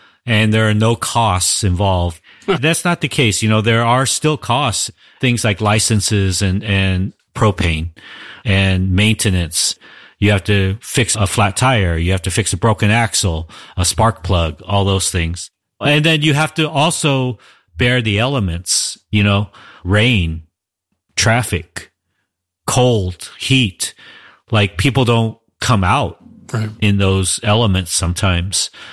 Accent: Los Angeles, California, United States; So the thing about where we are, we're from Los Angeles. We're specifically from the central region of Los Angeles, the city, Koreatown, East Hollywood, Pico Union, Mid-City.

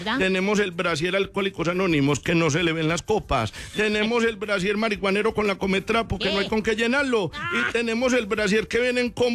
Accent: Antioquia, Colombia; Pero usted se imagina uno acá como paisa que es tan buen vendedor.

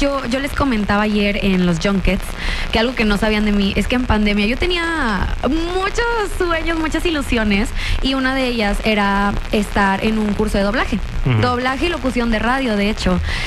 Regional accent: Reynosa, Tamaulipas, Mexico; also born or lived in Monterrey; De Monterrey para el mundo, sí. No, pero a ver, todos piensan en que soy también de Tamaulipas porque me crié en frontera.

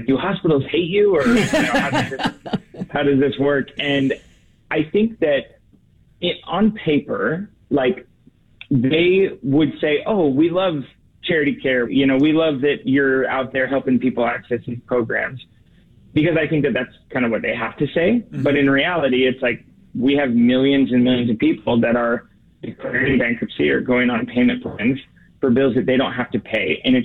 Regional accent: Portland, Oregon, United States; So I grew up in Portland, Oregon.

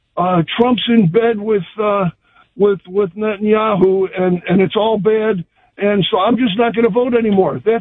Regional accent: Illinois, United States; And, of course, I'm from Illinois, I-L-L, Illinois.

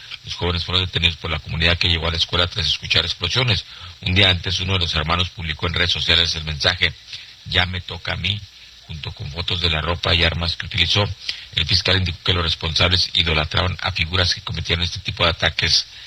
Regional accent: Mexico; Ya ven cómo somos los mexicanos y lo pusieron ahí.

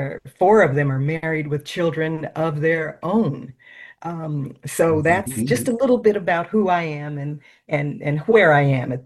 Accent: Los Angeles, California, United States; I grew up in Los Angeles, was educated in Los Angeles, in Southern California.

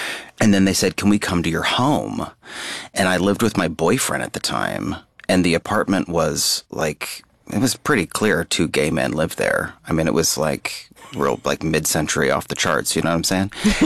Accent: Omaha, Nebraska, United States; I grew up in Omaha, Nebraska, and there is a pretty large Mormon population there, as well as a large Jehovah's Witness population. So we did. But I grew up extremely Catholic.

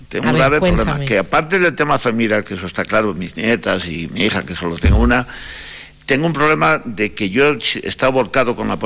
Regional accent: Sarria, Galicia, Spain; cuando voy hablo de que soy de Sarria, sin decir que soy alcalde

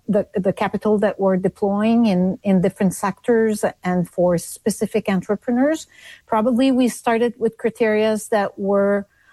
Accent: Canada; But what I felt the most, Amanda, and it's still there and quite strong, is the being proud of being Canadian.

